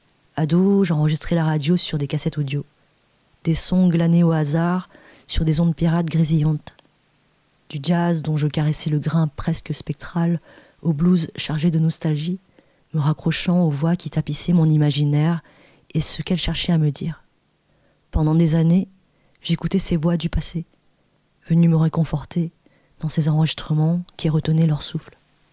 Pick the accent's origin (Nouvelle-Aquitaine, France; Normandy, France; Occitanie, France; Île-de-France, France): Nouvelle-Aquitaine, France; Angoulême; J'ai grandi à Angoulême dans les années 80, au sein d'une communauté laotienne.